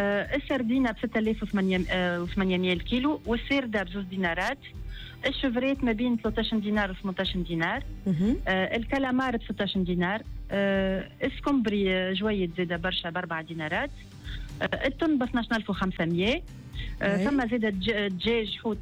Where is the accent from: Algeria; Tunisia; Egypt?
Tunisia; Sousse, Sousse Governorate; هو الرمان يفرق من بلاصه لبلاصه, مش كيما عندنا في سوسه كيما في جابس كيما في في سيدي بوزيد